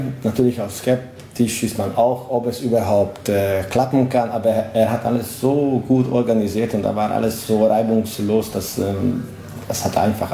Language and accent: German; Mohács, Baranya, Hungary; Ich bin hier in Mohács aufgewachsen, wie nämlich 90% von der Band.